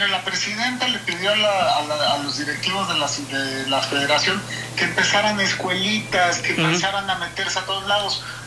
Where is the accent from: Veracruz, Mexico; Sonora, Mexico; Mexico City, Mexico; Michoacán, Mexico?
Veracruz, Mexico